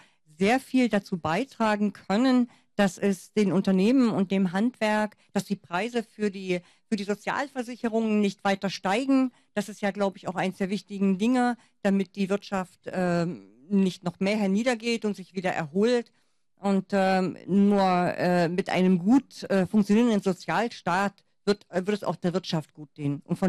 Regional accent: Dessau, Saxony-Anhalt, Germany; Ich stamme hier aus Dessau

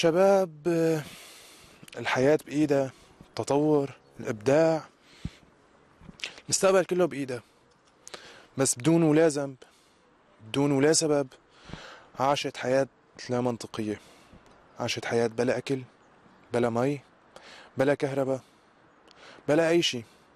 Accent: Syria; بالأخير بدنا طلب واحد بس ورسالة واحدة باسمي وباسم كل الشباب السوري. بكفي دمار، بكفي حرب، بكفي موت. نحن سوريين رح نبقى سوريين ونفتخر بهذا الشيء.

